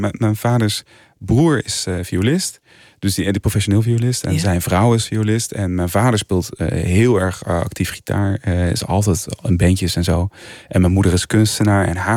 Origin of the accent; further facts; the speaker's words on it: Culemborg, Gelderland, Netherlands; Kom ik uit. Ja. En ben ik opgegroeid.